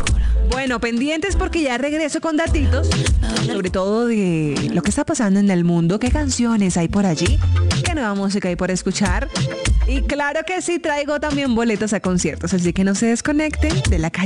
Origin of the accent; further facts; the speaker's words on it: Caribbean Region, Colombia; now in Bogotá, Colombia; ¡Yo soy costeña! ¡Ya me cachaquecé!